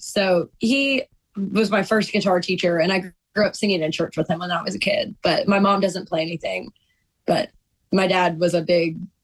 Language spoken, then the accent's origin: English; Radford, Virginia, United States; I'm from Virginia. So I'm from Radford, Virginia.